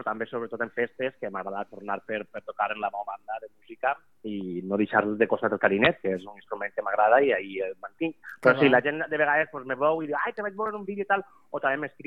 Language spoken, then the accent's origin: Catalan; Albaida, Valencian Community, Spain; no només del meu poble, sinó tota aquesta contornada de les comarques centrals del País Valencià, és una meravella i convida que passeu per allà. I al meu poble heu de visitar, si aneu al Baida, el Museu Internacional de Titelles